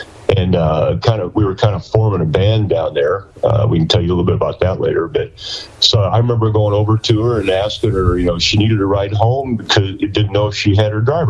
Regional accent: Beardstown, Illinois, United States; Well, we were both originally born and raised in Illinois. It turns out we were only about a half hour apart along the Illinois River. I was born in a town called Beardstown

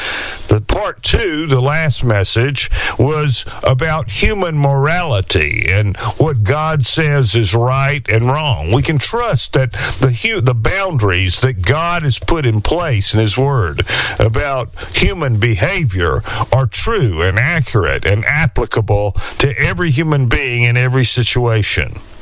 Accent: Alabama, United States; now in Texas, United States; I remember growing up in Alabama

